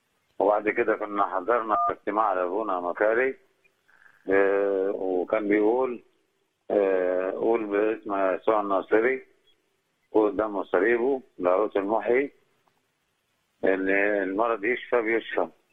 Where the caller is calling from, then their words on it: Cairo, Cairo Governorate, Egypt; بتكلم من القاهرة.